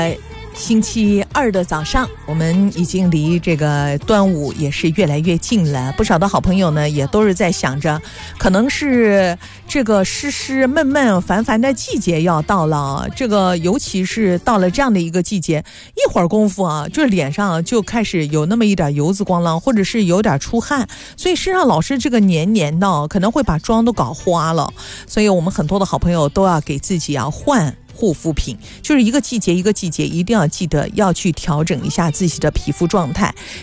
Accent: Nanjing, Jiangsu, China

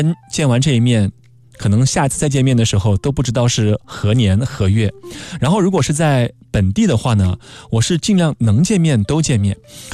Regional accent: Guizhou, China; now in Jiangsu, China; 因为我是贵州人嘛

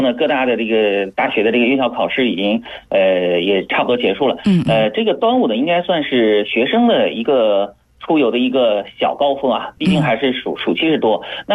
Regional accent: Jiangsu, China

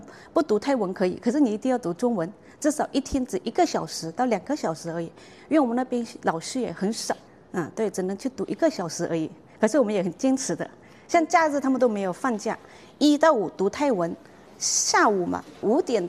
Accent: Thailand; 我们泰国那边的山区有可能的话也想要老师自愿什么去帮忙，

